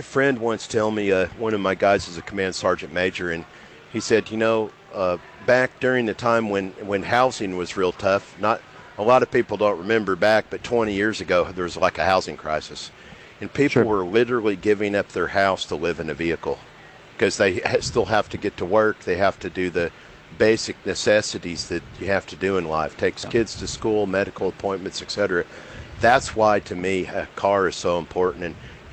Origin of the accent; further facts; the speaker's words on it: Texas, United States; Well, originally from East Texas.